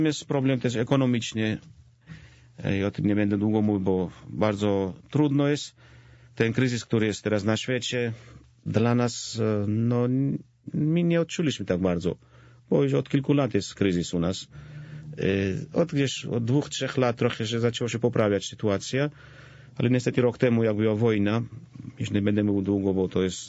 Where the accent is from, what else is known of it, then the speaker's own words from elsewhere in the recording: Georgia; Polish is a second language; Mieszkamy w mojej wiosce rodzinnej. Jestem proboszczem w swojej wiosce rodzinnej.